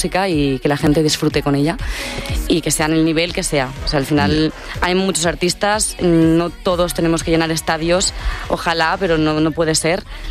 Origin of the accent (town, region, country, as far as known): Tiana, Catalonia, Spain